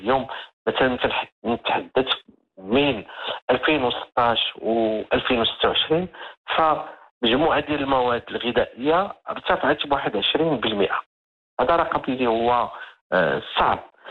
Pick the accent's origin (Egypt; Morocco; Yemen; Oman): Morocco; accent: Moroccan Darija; سوف أعتمد على دارجتنا المغربية